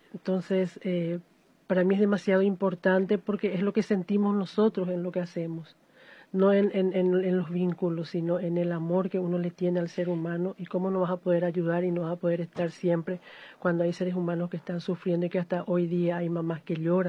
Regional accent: Trinidad, Buenos Aires, Argentina; porque yo nací en Trinidad, al igual que las personas que están acá. Nosotros somos trinidenses de alma, corazón y vida

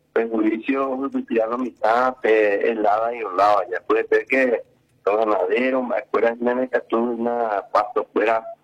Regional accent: Paraguay

